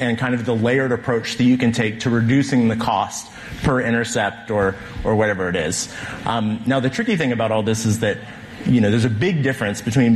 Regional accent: Ohio, United States; I know Ohio well. It didn't help. I want to be clear. I'm from Ohio originally.

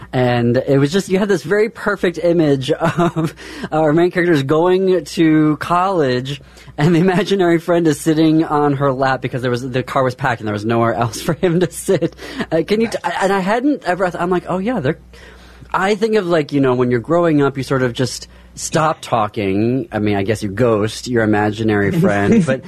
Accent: Midwest, United States; born or raised there

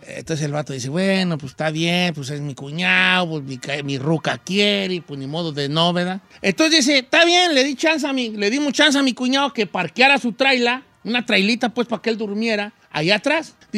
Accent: Sinaloa, Mexico; Pues soy chitan sinaloense

